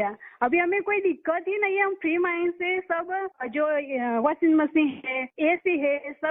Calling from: Modhera, Gujarat, India; Hindi is a second language

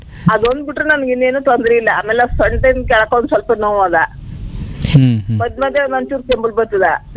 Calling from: Mysore, Karnataka, India; ಮೈಸೂರಿಂದ.

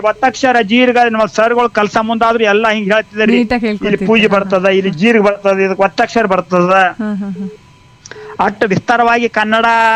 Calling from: Vijayapura, Karnataka, India; ನಮ್ಮ ಬಿಜಾಪುರ್ಗೆ

